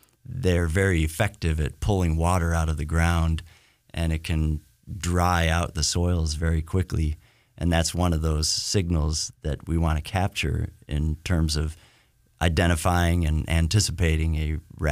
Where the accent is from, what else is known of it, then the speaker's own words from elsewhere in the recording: Northeast, United States; moved away; originally I used to be most fascinated with snowstorms growing up in the Northeast